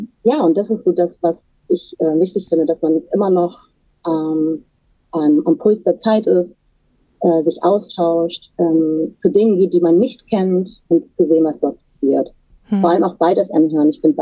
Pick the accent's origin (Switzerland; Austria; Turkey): Turkey; Erstmal, ich bin ja selber Türkin und queer und natürlich interessieren mich diese Themen auch sehr.